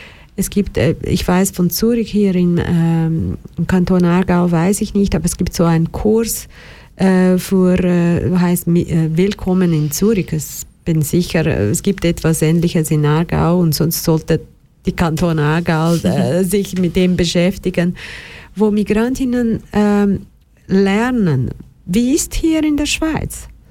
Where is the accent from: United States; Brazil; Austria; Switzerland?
Brazil; German is a second language; moved away as an adult; Ich bin Brasilianerin